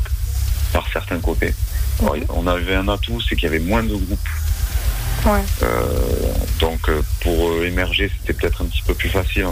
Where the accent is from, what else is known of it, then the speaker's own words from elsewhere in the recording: Toulouse, Occitanie, France; on vient de Toulouse